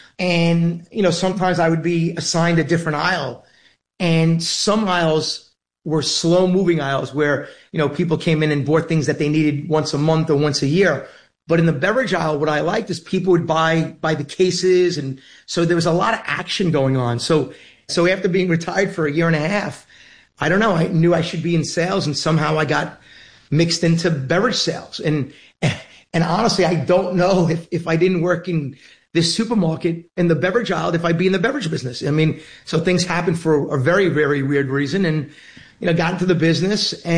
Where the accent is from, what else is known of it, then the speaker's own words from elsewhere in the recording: Queens, New York, United States; It's why I always say … from Queens, right?